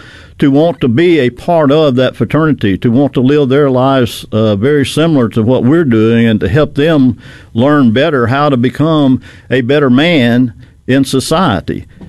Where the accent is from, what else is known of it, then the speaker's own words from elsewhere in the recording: Philadelphia, Mississippi, United States; Go to my hometown, Philadelphia, Mississippi